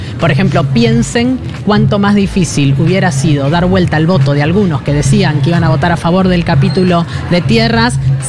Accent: Argentina; porque somos argentinos

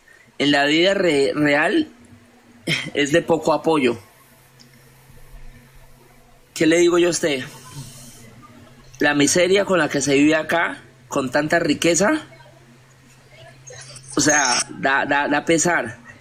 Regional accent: Colombia; todos somos colombianos

